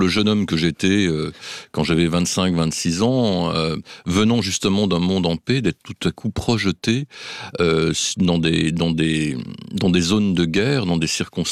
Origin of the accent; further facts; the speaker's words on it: France; Enfin, je parle pour les Français, hein, pas pour les Suisses.